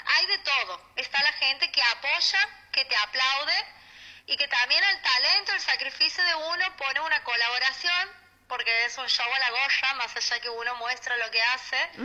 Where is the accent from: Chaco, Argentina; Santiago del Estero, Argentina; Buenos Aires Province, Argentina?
Santiago del Estero, Argentina; accent: santiagueña tonada; now in Buenos Aires, Argentina; de dónde vengo, de Santiago del Estero, una santiagueña en Buenos Aires tratando de cumplir su sueño